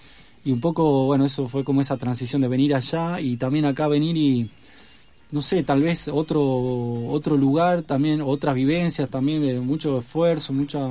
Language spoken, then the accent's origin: Spanish; Tucumán, Argentina; moved away; yo soy de Tucumán y estos amigos son de algunos de Jujuy y otros también de Tucumán